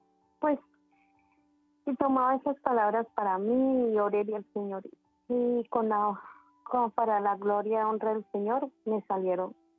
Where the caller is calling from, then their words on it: La Dorada, Caldas, Colombia; Yo estoy desde La Orada, Caldas.